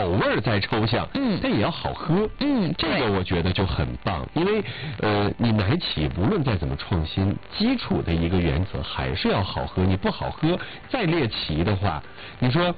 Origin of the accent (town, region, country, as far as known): Changchun, Jilin, China; born or raised there